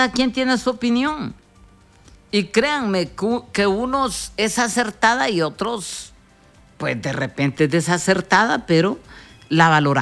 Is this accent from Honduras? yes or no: yes; Honduras; los problemas que nosotros tenemos, individuales, como hondureños, como familia, son graves.